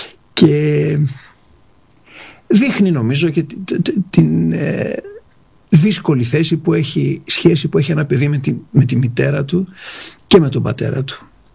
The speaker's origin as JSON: {"language": "Greek", "town": "Athens", "region": "Attica", "country": "Greece", "tie": "born or raised there", "said": "Μεγάλωσα στην Αθήνα. Γεννήθηκα στην Αθήνα, στο Μεταξουργείο."}